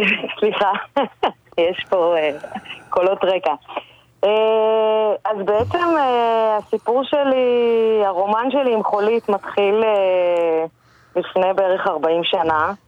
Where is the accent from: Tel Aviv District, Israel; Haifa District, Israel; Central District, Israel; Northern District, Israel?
Northern District, Israel; Balfouria; born there; moved away; אני במקור ממושב בלפוריה